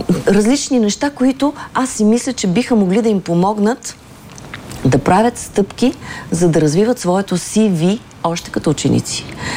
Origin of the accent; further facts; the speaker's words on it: Burgas, Burgas Province, Bulgaria; moved away as an adult; Поканиха ме на среща с учениците в моето Долно Езерово, родното ми място, в родното училище.